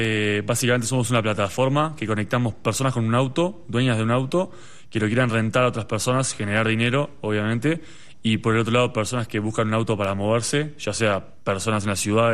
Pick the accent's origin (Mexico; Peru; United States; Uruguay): Uruguay; en mi país, en Uruguay